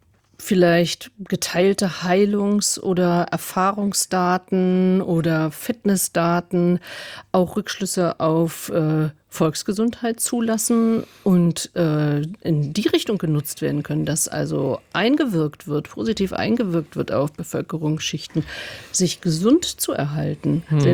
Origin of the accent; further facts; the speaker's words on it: East Germany, Germany; Ich bin 1969 geboren und im Osten Deutschlands sozialisiert.